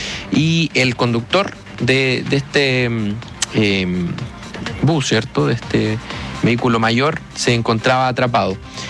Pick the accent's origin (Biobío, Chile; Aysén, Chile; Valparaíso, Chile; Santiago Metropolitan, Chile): Santiago Metropolitan, Chile; Maipú; de Maipú, aquí iniciando mi turno junto al trasnoche.